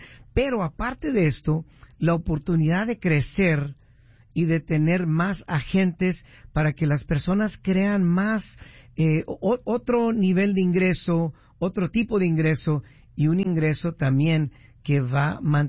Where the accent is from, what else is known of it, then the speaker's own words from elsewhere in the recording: Huntington Park, California, United States; now in Las Vegas, United States; Yo soy por allá, nomás para que sepan. Nací en el este de Los Ángeles, pero crecí en Huntington Park.